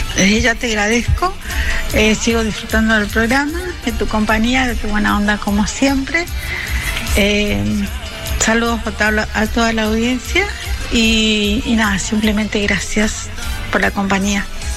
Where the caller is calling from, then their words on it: Rafaela, Santa Fe, Argentina; de Rafaela.